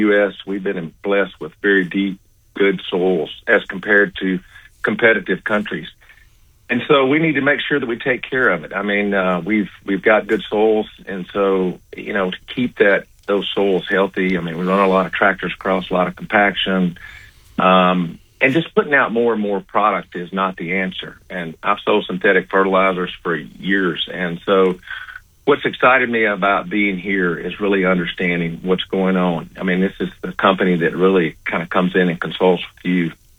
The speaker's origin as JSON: {"language": "English", "region": "Louisiana", "country": "United States", "tie": "born or raised there", "accent": "Louisiana", "said": "Grew up on a farm in Louisiana. You can tell by this accent. I've moved many places, but my accent always moved with me."}